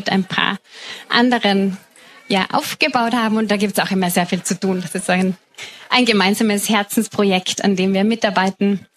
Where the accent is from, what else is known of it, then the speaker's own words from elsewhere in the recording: Salzburg, Austria; now in Vienna, Austria; Wir leben in Wien. Ich komme aus Salzburg ursprünglich.